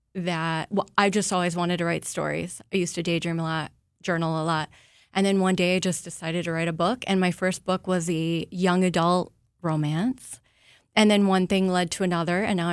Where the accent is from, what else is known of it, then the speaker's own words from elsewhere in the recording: Wisconsin, United States; also born or lived in Minnesota; I am from Wisconsin, yep. I am southeast Wisconsin.